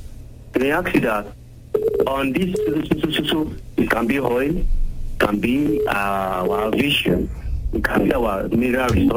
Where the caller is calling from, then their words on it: Apata, Oyo, Nigeria; Hello, good morning, Prince Bumi. I'm calling from Apata.